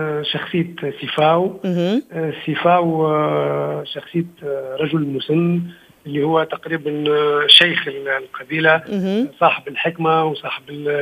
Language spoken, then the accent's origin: Arabic; Tunisia; توانسة يخدموهم حاجات بلهجتنا محلية